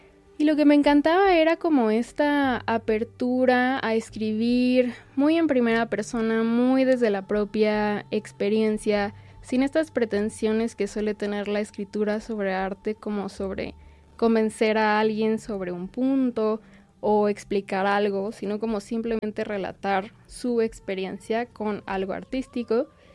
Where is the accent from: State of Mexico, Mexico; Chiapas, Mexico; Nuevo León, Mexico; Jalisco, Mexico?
Jalisco, Mexico; Guadalajara; moved away; soy de Guadalajara, me mudé acá hace un rato